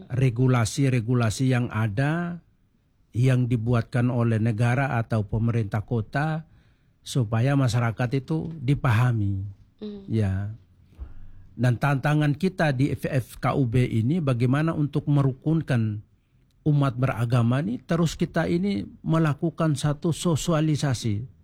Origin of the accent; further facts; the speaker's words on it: East Nusa Tenggara, Indonesia; born there; now in Surabaya, Indonesia; tempat kelahiran saya, yaitu di NTT sana, itu bahasanya itu hampir 100 lebih bahasa. Bahasa daerah maksud saya.